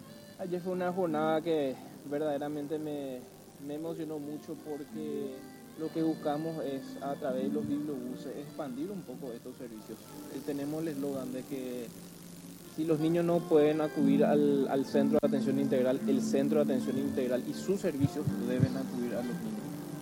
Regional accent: Paraguay; como paraguayos verdaderamente tenemos que decir de que estamos a la vanguardia en materia de primera infancia.

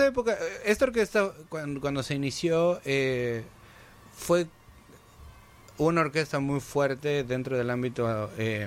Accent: Mexico; now in Pittsburgh, United States; para mí como mexicano

